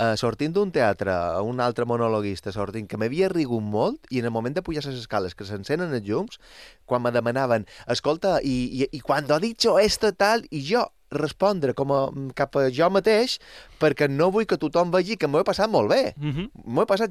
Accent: Balearic Islands, Spain; com a mallorquí

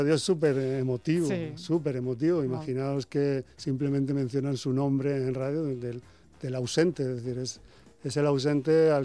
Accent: Almoradí, Valencian Community, Spain; Yo soy de un pueblo de Alicante que se llama Almoradí, y este es el campo de Albatera.

